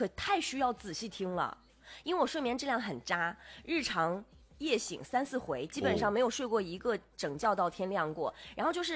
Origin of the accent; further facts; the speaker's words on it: Inner Mongolia, China; moved away; 我的家乡内蒙古